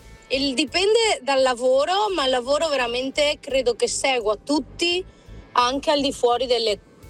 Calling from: Treviso, Veneto, Italy; da Treviso.

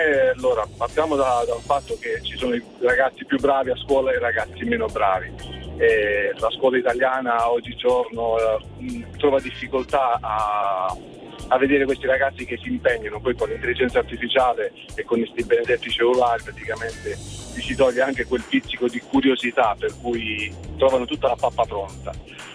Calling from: Polignano a Mare, Apulia, Italy; chiamo dalla Puglia, sto guidando, sto rientrando dopo un weekend del Salento, ritorno verso Polignano

